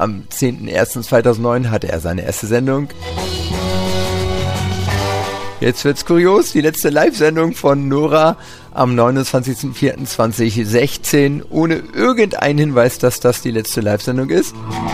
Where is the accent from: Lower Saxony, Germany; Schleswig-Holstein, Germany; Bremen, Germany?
Schleswig-Holstein, Germany; ich komme aus Schleswig-Holstein